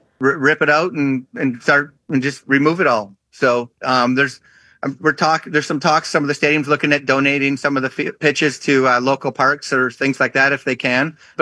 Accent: Canada; and me being Canadian, I was actually for maybe the first time I was more into the game than I was the field.

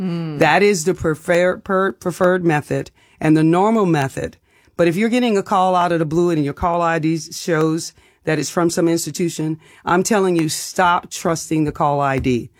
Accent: New Orleans, Louisiana, United States; I grew up in New Orleans.

